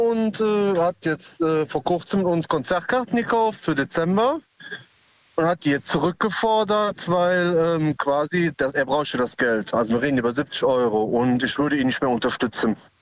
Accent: Cologne, North Rhine-Westphalia, Germany; Aus Köln.

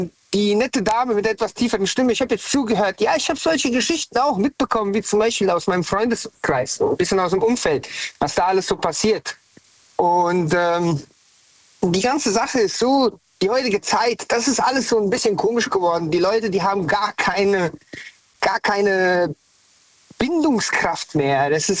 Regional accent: Hesse, Germany; now in Hanau, Germany; Ich bin kein gebürtiger Hesse, also eigentlich komme ich von ganz woanders her, aber ich bin in Hessen, Hanau, Hessen, Frankfurt aufgewachsen und bin dann nach Hanau gezogen.

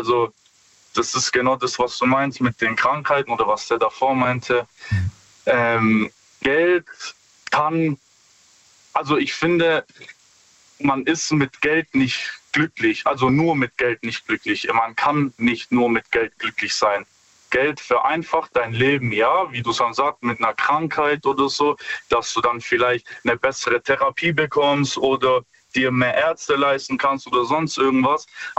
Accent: Stuttgart, Baden-Württemberg, Germany; Ja, hi. Stuttgart.

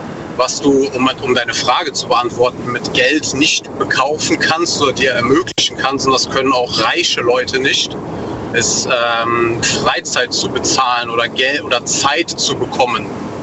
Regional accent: North Rhine-Westphalia, Germany; Aus der Eifel, NRW.

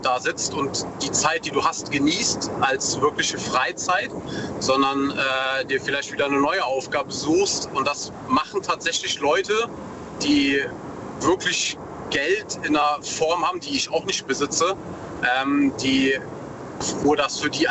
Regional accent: North Rhine-Westphalia, Germany; Aus der Eifel

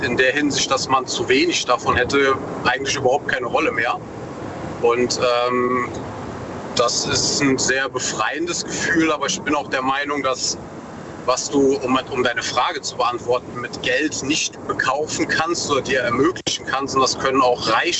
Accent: North Rhine-Westphalia, Germany; Aus der Eifel. NRW

